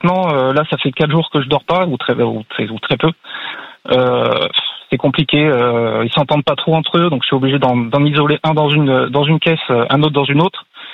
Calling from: Audenge, Nouvelle-Aquitaine, France; J'habite à Audenge, ouais. Parce que j'ai fait construire à Audenge

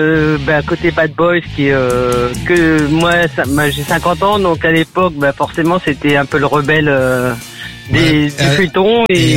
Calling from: Le Havre, Normandy, France; Moi, je suis sur le Havre, là, donc pas loin du Havre

